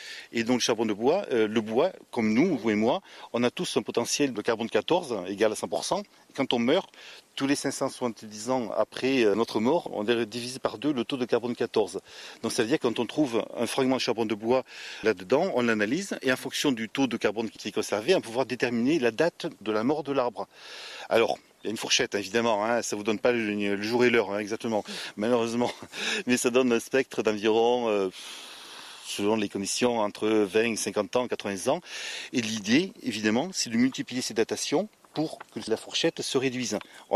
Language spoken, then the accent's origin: French; France; born there; je suis archéologue, je suis né à Verse et j'habite maintenant à Cabouret.